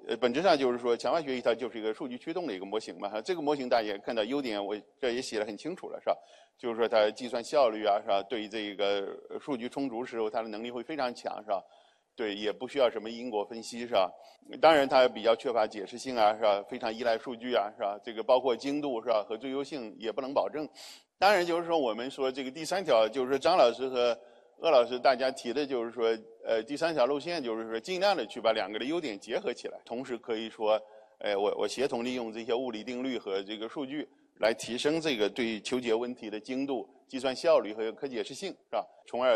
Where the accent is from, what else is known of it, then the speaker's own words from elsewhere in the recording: China; 我们中国人